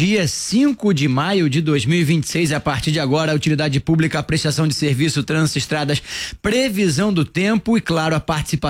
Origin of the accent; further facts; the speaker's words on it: Niterói, Rio de Janeiro, Brazil; na minha terra, Niterói, ali o bairro Fonseca